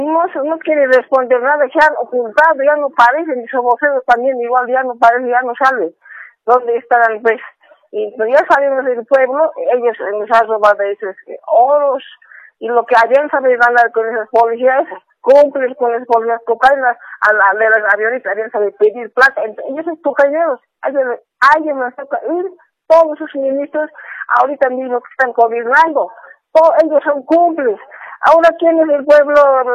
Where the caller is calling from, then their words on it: La Paz, Bolivia; Soy el mando de La Paz